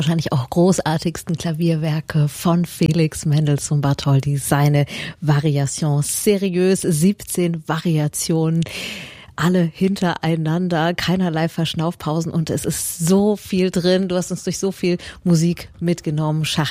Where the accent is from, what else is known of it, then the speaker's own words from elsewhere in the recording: Weilburg, Hesse, Germany; Ich bin ein bisschen befangen, es ist meine Heimatstadt.